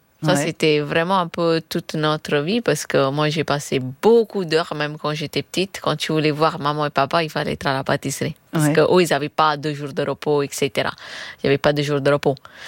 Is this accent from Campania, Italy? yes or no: yes; Naples, Campania, Italy; moved away; J'ai grandi à Naples, avec ma famille.